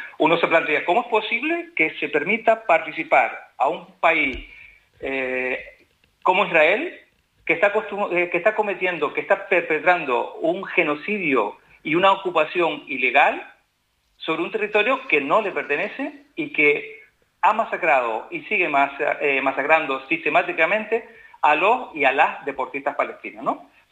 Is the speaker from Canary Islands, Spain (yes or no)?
yes; Canary Islands, Spain; Yo, como canario abierto al mundo, tal complicidad me provoca verdaderas náuseas, ¿no?